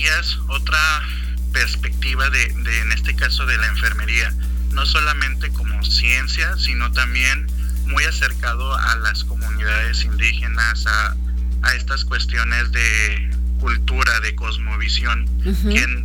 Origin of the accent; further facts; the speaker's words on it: Tamazunchale, San Luis Potosí, Mexico; also born or lived in Ciudad Valles; No, sí, soy originario de Tamazunchale. Nací en Valles, ajá, pero, o sea, toda mi vida he vivido en Tamazunchale.